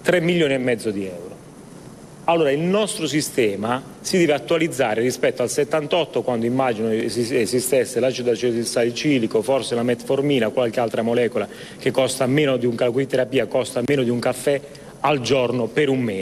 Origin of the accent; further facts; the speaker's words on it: Bari, Apulia, Italy; Chi vi parla è orgoglioso del proprio accento e quindi della propria provenienza, sono barese, pugliese